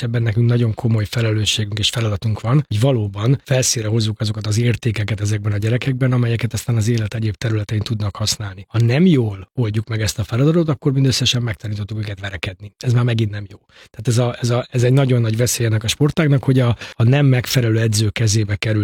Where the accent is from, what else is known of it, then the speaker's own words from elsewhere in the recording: Budapest, Hungary; also born or lived in Rákoskeresztúr, Budapest; Én a Pongrász telepen nőttem fel 14 éves koromig, és aztán elköltöztünk egy steril környezetbe, Rákoskeresztúrra, ugye itt már beszélgettünk, én ott laktam az Újlak utcában, meg a Pesti úton